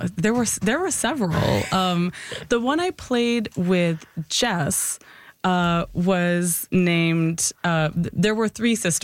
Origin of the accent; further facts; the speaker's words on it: Canada; I'm Canadian